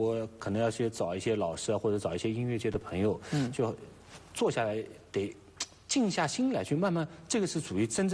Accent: Hangzhou, Zhejiang, China; accent: Hangzhou dialect; 我的一个先天优势就是我是杭州人，那杭州人他这个五零调，他就是得说杭州话，那这个首先我方言这一关我没有问题

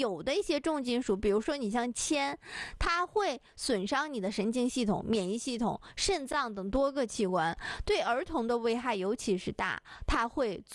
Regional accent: Northeast China, China; 咱们东北人均DNA 里面就有会种菜的基因

